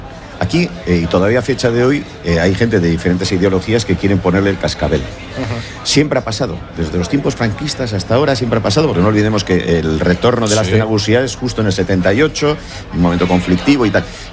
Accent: Bilbao, Basque Country, Spain; yo como bilbaíno soso

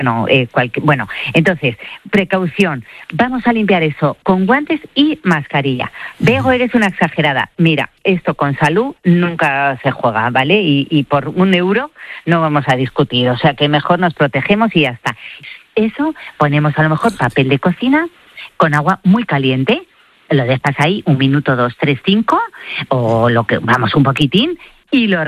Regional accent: Spain

